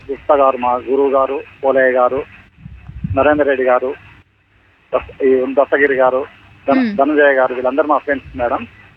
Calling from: Nalgonda district, Telangana, India; నాది తెలంగాణ నల్గొండ జిల్లా నిమ్మాని మేడం.

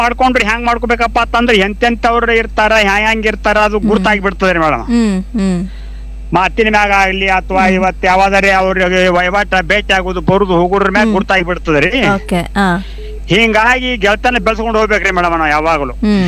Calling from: Bijapur, Karnataka, India; ಬಿಜಾಪುರ್ ಜರ ತಂಪಾಗ್ಯಾದ್ರಿ ಮೇಡಮ್, ನಿನ್ನೆ ಜರ ಮಳೆ ಆಗ್ಯಾದ್ರಿ ನಮಗ ಬಿಜಾಪುರ್ಕ.

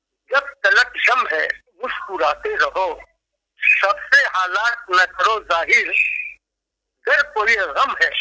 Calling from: Rohtas district, Bihar, India; धान भी बहुत जबरदस्त होता है हमारे जिला में।

